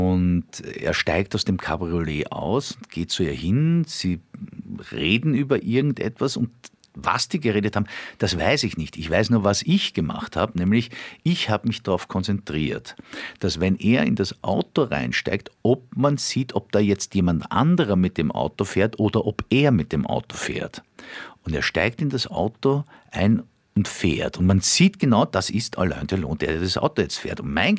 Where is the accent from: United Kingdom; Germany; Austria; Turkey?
Austria; Lower Austria; ich bin im Bezirk Mödling aufgewachsen und dort gibt es ein Missionshaus.